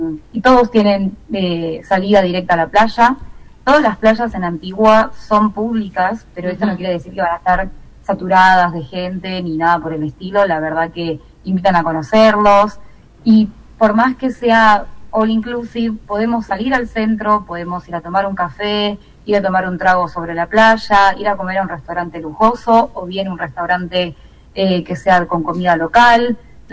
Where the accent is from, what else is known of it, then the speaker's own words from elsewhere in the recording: Argentina; Por suerte los argentinos no necesitamos visa.